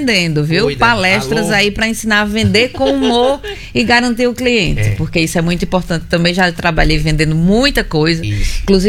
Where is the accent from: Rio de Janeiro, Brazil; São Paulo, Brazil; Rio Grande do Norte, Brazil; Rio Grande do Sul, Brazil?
Rio Grande do Norte, Brazil; Mossoró; born there; E muita gente acha que eu nasci lá, mas eu nasci aqui, em Mossoró.